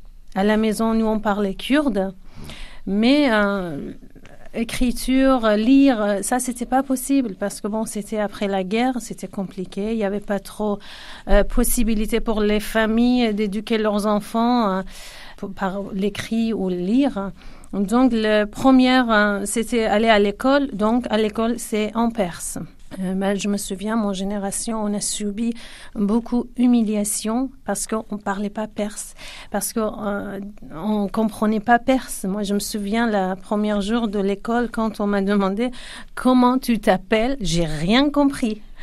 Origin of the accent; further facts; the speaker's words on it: Kurdistan, Iran; first language Kurdish; French is a second language; moved away as an adult; now in France; moi, je suis née en Iran, j'ai d'origine kurde.